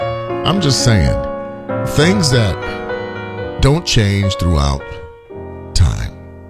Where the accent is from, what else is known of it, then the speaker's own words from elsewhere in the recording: Savannah, Georgia, United States; my hometown of Savannah, Georgia